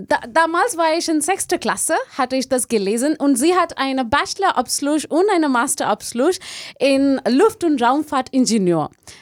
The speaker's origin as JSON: {"language": "German", "country": "India", "second_language": "German", "moved": "yes", "lives_now": "Germany", "said": "So, ich komme ursprünglich von Indien aus, aber ich wohne in Deutschland seit 7 Jahren."}